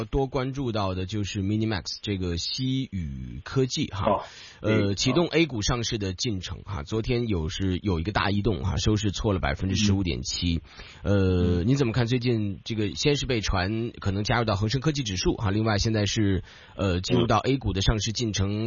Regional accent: China; 羽毛球、乒乓球，我们中国人自己行的一些项目

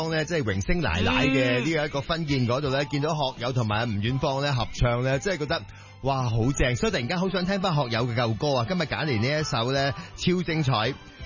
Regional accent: Guangdong, China; 即系我哋广东人咧系好中意讲话啲唔吉利嘅嘢嘅。

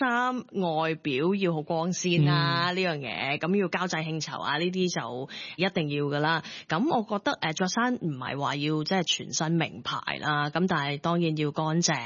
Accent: Vancouver, British Columbia, Canada; moved away as an adult; now in Hong Kong; 我在温哥华长大，其实我16岁就机缘巧合入了当地的中文电视台做嘢。

